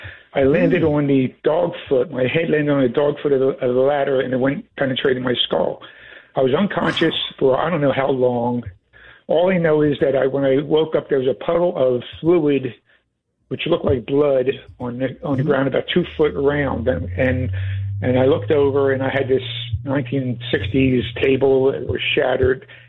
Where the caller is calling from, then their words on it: Atlantic City, New Jersey, United States; I was renovating my home in Atlantic City here